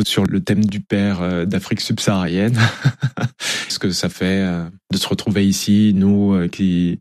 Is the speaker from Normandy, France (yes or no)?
yes; Caen, Normandy, France; Un petit peu, ouais. Je suis né à Caen, ouais.